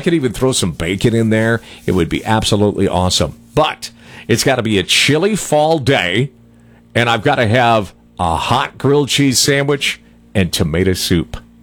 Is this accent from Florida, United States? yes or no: no; Minnesota, United States; now in Michigan, United States; being born and raised in Minnesota